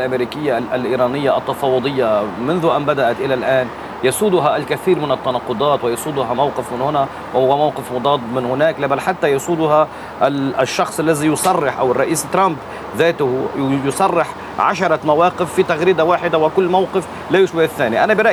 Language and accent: Arabic; Lebanon